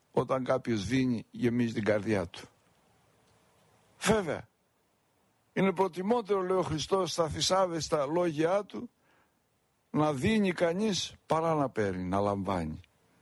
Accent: Peloponnese, Greece; θυμάμαι μια φορά ένα γεροντάκι στα μέρη μας στην Πελοπόννησο

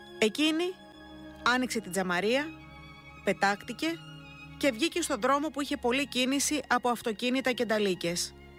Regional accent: Kalymnos, South Aegean, Greece; και κατάγομαι από την Κάλυμνο. Είμαι 37 ετών, πατέρας δύο παιδιών.

